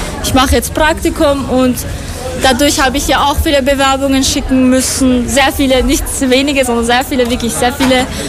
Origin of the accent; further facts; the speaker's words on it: Afghanistan; moved away; Ich komme aus Afghanistan.